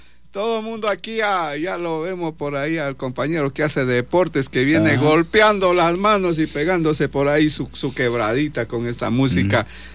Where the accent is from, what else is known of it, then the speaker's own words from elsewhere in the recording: Changaimina, Loja, Ecuador; yo soy lojano, soy ecuatoriano, y esa es mi identidad. Soy, como dijeron, cholito de Changaimina. Así soy, seré y así moriré, porque ese con orgullo que llevo.